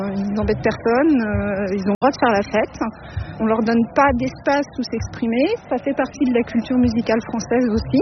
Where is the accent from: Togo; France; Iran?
France; Île-de-France; je viens du Val-de-Marne, je suis la maman de l'un des participants et j'ai 53 ans.